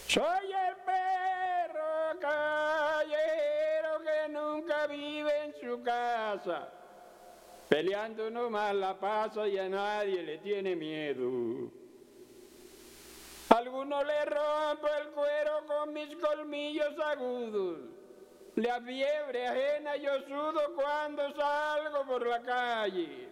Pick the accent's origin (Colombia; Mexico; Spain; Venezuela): Colombia; Sabana Nueva; Vengo de Sabana Nueva. Tengo 82 años.